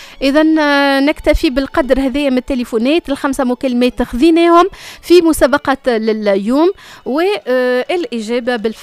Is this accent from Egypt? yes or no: no; Tunisia; نسألوا على الشهر اللي تحتفي فيه بلادنا تونس وأيضا العالم باليوم العالمي للحماية المدنية